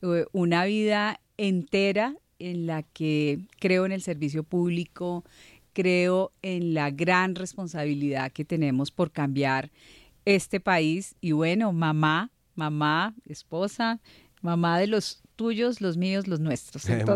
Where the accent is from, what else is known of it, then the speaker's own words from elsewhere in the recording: Bogotá, Bogotá D.C., Colombia; born there; Yo soy egresada de un colegio público de Bogotá, del Liceo Femenino de Cundinamarca.